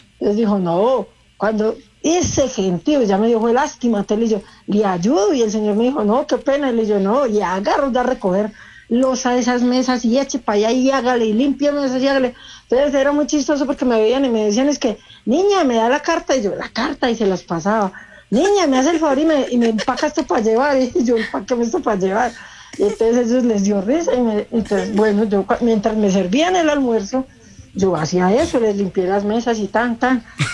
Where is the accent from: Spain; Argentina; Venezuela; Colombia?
Colombia; Manizales, Caldas; Yo soy de Manizales, Caldas.